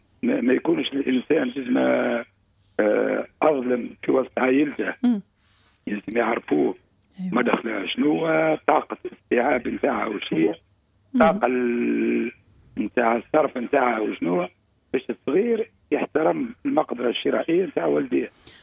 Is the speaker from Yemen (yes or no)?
no; southern Tunisia, Tunisia; تربينا في الجنوب